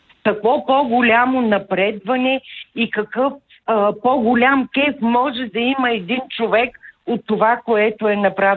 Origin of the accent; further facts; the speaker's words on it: Asenovgrad, Plovdiv Province, Bulgaria; съм от Асеновград.